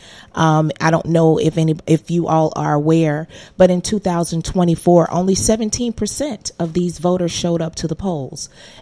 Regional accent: Florida, United States; now in Arkansas, United States; I am an immigrant from Florida.

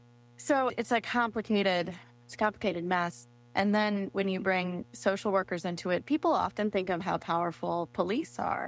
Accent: Indiana, United States; moved away; also born or lived in Mississippi; In my home state, Indiana

